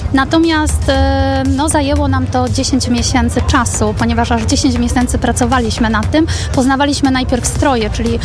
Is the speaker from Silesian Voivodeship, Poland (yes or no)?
yes; Silesian Voivodeship, Poland; my jako Ślązacy możemy inspirować innych, pokazywać nasz Śląsk właśnie poprzez detale, poprzez architekturę